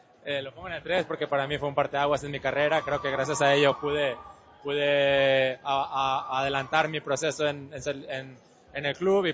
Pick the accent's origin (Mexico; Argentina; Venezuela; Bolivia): Mexico; yo creo que tenemos como mexicanos, o por lo menos yo, sentirme orgulloso